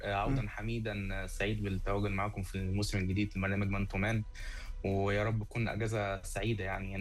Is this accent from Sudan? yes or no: no; Egypt; أنا كمصري